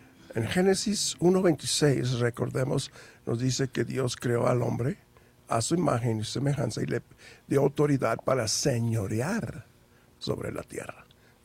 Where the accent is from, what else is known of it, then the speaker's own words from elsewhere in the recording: Puerto Rico; now in Mexico; Hola chicos, yo soy de Puerto Rico, pero ya tengo 50 años aquí en México